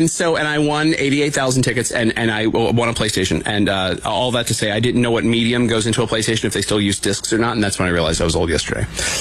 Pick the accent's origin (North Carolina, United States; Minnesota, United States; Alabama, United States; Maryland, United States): Maryland, United States; Baltimore; Baltimore.